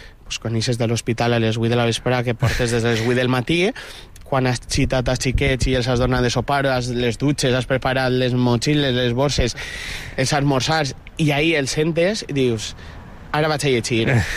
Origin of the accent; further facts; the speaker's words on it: Valencian Community, Spain; els valencians com a... tinguem una cosa molt bonica, que és l'idioma, tinguem el valencià